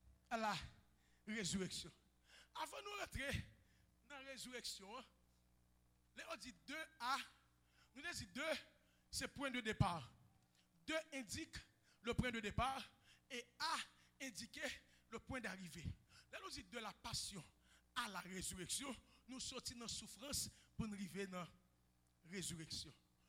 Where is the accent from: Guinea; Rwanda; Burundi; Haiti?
Haiti; En tant qu'haïtien, en tant que pasteur haïtien, je ne peux pas courir sous texte.